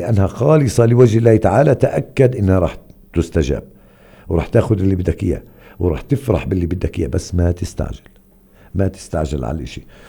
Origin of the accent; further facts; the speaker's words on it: Palestine; عندنا بفلسطين